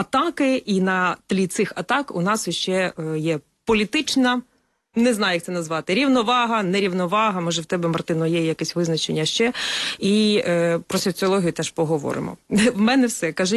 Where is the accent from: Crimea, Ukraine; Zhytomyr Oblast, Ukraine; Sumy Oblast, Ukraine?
Sumy Oblast, Ukraine; Sumy; Бо Київ зараз переживає те, що мої рідні Суми почали переживати набагато раніше після фульської операції.